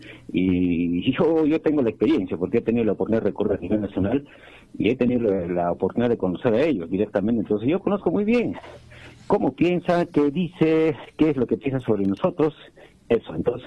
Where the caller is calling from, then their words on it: Moquegua, Peru; desde Moquegua.